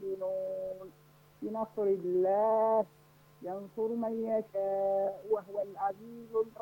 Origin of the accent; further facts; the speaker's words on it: Sanaa, Amanat Al Asimah, Yemen; born there; مواليد صنعاء بس أصلي من تايز